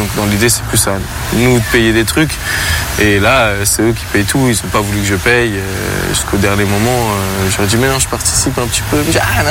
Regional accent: Champigny, Île-de-France, France; Je dis, mais moi, je viens de Champigny, c'est juste à côté, 94 et tout.

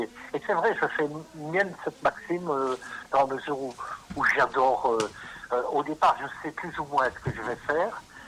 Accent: Verviers, Wallonia, Belgium; born there; moved away as an adult; Je suis né à Verviers. D'ailleurs, je suis actuellement à l'hôtel de Verviers, en face de la maternité où je suis né.

